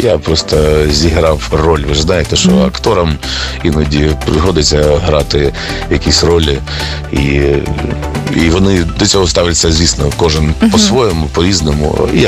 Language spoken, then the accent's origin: Ukrainian; Kharkiv, Kharkiv Oblast, Ukraine; ми ще заїдемо до нашого рідного міста Харків